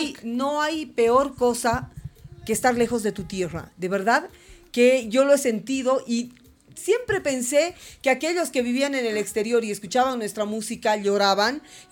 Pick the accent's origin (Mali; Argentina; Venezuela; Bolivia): Bolivia; moved away; yo he sido una de las migrantes de nuestro país